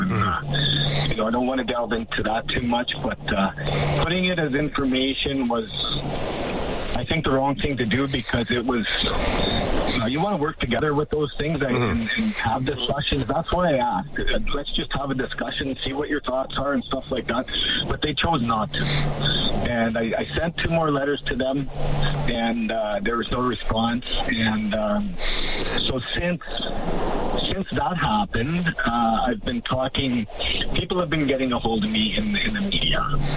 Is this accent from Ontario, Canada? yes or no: no; St. Paul, Alberta, Canada; So St. Paul is my hometown, Courtney.